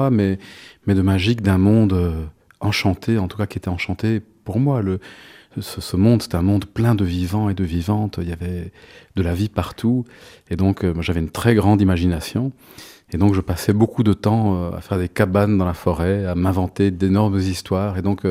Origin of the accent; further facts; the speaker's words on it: south of France, France; born there; also born or lived in Hamburg, Germany / Greece; il l'a envoyé dans le sud de la France, où il y avait un genre de monastère bouddhiste où j'ai passé les 13 ou 14 années suivantes de ma vie, dans les gorges du Verdon.